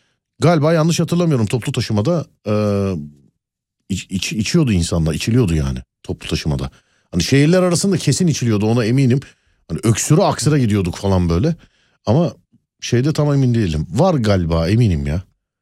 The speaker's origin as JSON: {"language": "Turkish", "region": "Istanbul", "country": "Turkey", "said": "42 yıllık İstanbulluyum. Nişantaşı, Bomonti, Cihangir'e hiç gitmedim."}